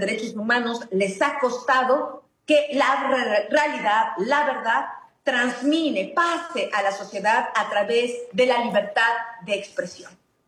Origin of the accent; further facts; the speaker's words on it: Mexico; yo, al menos como mexicana